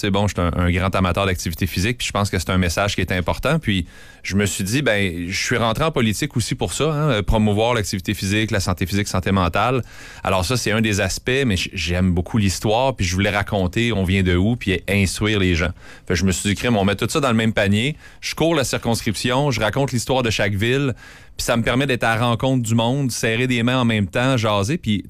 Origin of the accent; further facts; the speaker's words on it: Quebec, Canada; tout a commencé chez nous, tu sais, dans Montmorency-Charlevoix